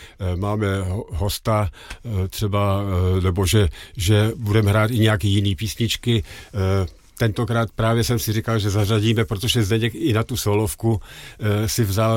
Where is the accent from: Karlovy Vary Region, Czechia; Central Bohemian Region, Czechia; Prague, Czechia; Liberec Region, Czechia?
Karlovy Vary Region, Czechia; Karlovy Vary; accent: Karlovy Vary; also born or lived in Velké Losiny; Já jsem se narodil na cestě ve Velkých Losinách, ale mládí jsem strávil v Karlových Varech.